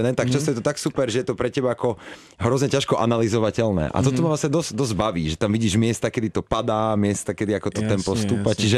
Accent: Košice, Košice Region, Slovakia; now in Czech Republic; jednak je z Košíc, já jsem tiež z Košíc, a existovalo tam nějaké jako priateľské spojenie s nami, ještě s mou minulosťou v Košiciach

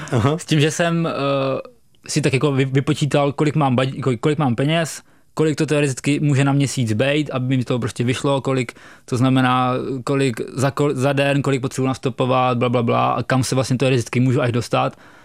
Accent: Chotěboř, Vysočina Region, Czechia; born or raised there

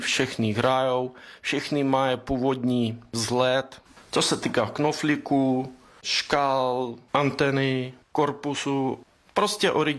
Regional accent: Minsk, Belarus; moved away; jsem původem z Mínska.

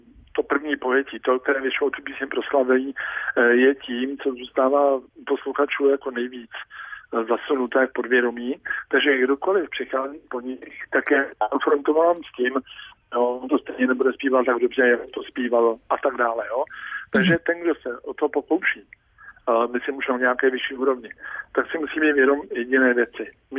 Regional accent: Bohemia, Czechia; my jsme z Čech.

